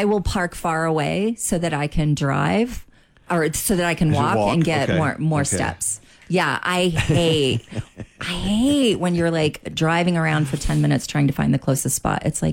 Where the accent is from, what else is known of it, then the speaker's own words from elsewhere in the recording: Miami, Florida, United States; I grew up in Miami, so I took Spanish from like kindergarten on. And because I was in Miami, I can cuss really well in Spanish